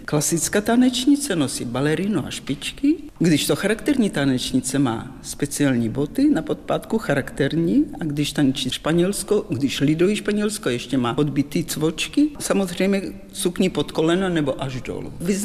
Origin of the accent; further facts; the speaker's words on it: Uzhhorod, Zakarpattia Oblast, Ukraine; moved away as an adult; now in Czech Republic; Já teda pocházím z Podkarpatské Rusy, žili jsme v Užhorodě, po absolutoriu. Maminka se provdala za Čecha a my jsme se chystali vyjet do Československa.